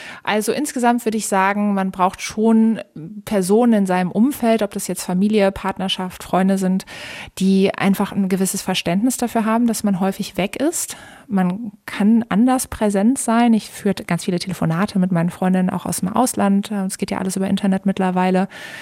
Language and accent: German; Cologne, North Rhine-Westphalia, Germany; Ich persönlich komme aus dem Rheinland, ich komme aus Köln. Köln ist für mich meine absolute Heimat, mein Zuhause, meine Traumstadt.